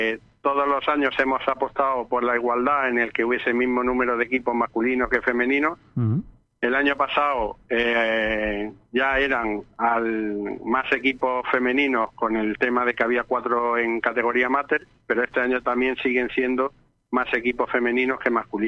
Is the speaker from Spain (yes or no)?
yes; Pulpí, Andalusia, Spain; En principio era para ver el rugby en mi pueblo, en San Juan de los Terreros, en Pulpí